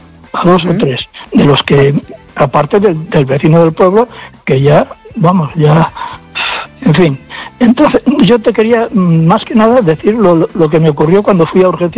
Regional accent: Fisterra, Galicia, Spain; estoy viviendo de alquiler a 50 kilómetros de mi pueblo. Yo soy de Fisterra

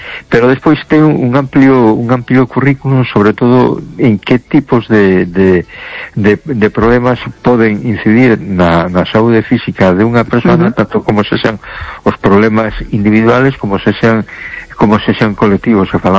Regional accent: A Coruña, Galicia, Spain; Buenas noches, Teresa. … de Coruña. ¿Qué tal?

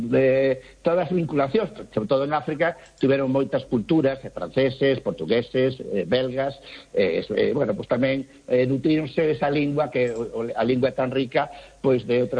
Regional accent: Galicia, Spain; non, son galego, estou unha beiriña e tal.

